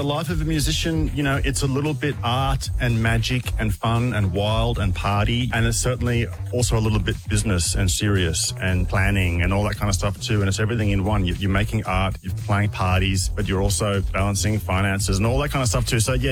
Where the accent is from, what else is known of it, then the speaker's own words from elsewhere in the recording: Sydney, New South Wales, Australia; They're from Melbourne and we're from Sydney